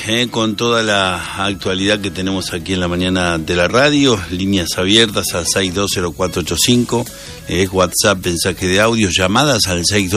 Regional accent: Argentina

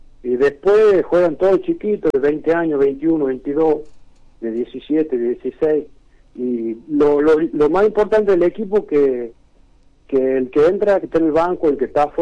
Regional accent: Argentina; also born or lived in Rosario / Buenos Aires; yo soy de acá, del Raro, del pueblo, y bueno, yo siempre he jugado afuera, me fui a Rosario, a Buenos Aires, jugué afuera, después me vine

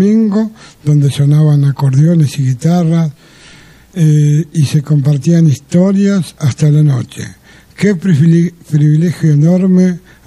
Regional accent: Curuzú Cuatiá, Corrientes, Argentina; born there; now in Buenos Aires, Argentina; Hoy vivo en Buenos Aires, ya hace 23 años, pero nací en Curuzú-Cuatiá, en la tierra de … Curuzú-Cuatiá, Corrientes.

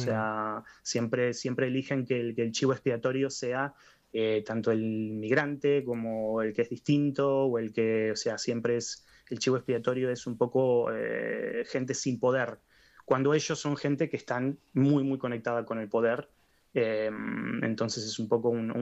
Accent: Spain; moved away; also born or lived in Argentina; yo crecí en España

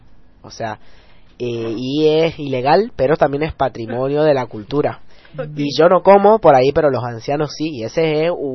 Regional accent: Italy; moved away as an adult; now in Argentina

